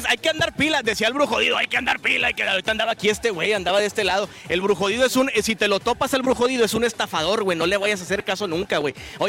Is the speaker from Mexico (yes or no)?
yes; Mexico